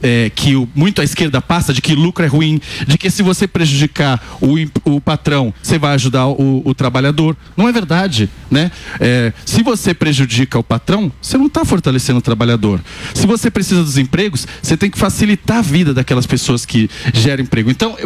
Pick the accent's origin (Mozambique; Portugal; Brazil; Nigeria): Brazil; São Paulo; born there; Deixa eu te dizer, eu nasci em Itaquera e, pô.